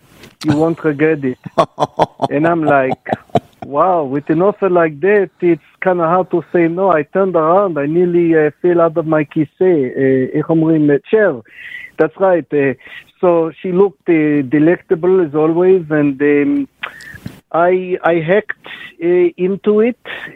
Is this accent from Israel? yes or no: yes; Israel; English is a second language; No, I am from Israel, and I live in a small little town, Givat Machshev